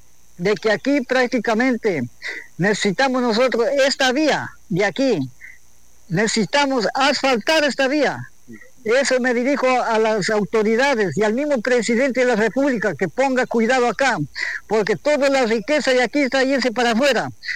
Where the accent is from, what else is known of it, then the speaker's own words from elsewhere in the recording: Bolívar, Ecuador; moved away as an adult; now in Sucumbíos, Ecuador; mi tierra natal es la provincia de Bolívar, entre la Bolívar y los ríos. El mismo que vengo por acá por motivos de trabajo, que ya por allá las zonas pues ya están bastante explotadas, poca tierra.